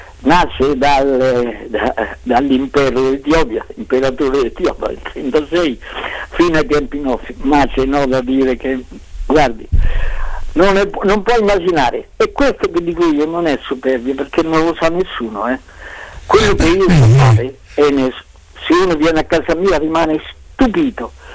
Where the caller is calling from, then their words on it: Recanati, Marche, Italy; io sono di Recanati